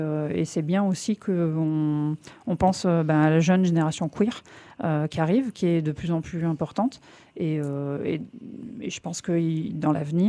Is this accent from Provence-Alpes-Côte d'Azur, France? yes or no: yes; Toulon, Provence-Alpes-Côte d'Azur, France; Enfin, nous, on est de Toulon, depuis des années, et en fait, on voit les jeunes partir, quoi.